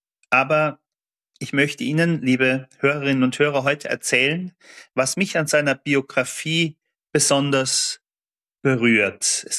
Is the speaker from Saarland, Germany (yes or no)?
yes; Saarbrücken, Saarland, Germany; das bei uns im Saarland etwa 20 Kilometer entfernt von meinem Heimathaus in Saarbrücken gelegen ist, in Buß bei Völklingen.